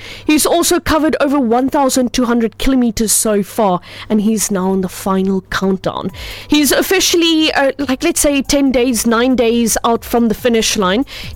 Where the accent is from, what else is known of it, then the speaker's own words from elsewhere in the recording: Windhoek, Khomas, Namibia; he's been walking all the way from my home country, Namibia, but specifically from Windhoek, all the way back to Somerset West.